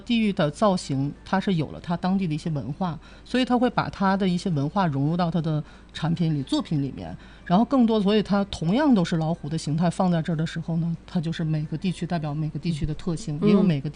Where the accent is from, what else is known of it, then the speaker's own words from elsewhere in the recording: Inner Mongolia, China; 然后到了我们国内的时候会发现我们蒙古人的特点